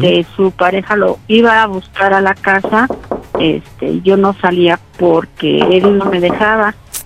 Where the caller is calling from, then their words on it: Nezahualcóyotl, State of Mexico, Mexico; Yo soy del municipio de Nezahualcóyotl, Valle de Aragón, primera sección.